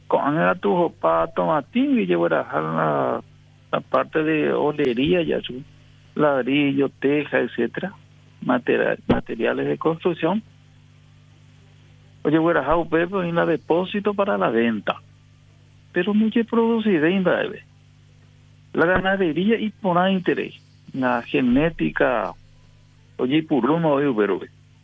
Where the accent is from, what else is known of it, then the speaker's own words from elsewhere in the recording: Caballero, Paraguarí, Paraguay; Aniversario de fundación de mi pueblito querido, Caballero Pueblo.